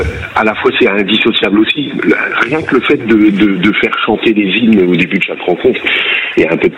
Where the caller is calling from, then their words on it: France; chez nous en France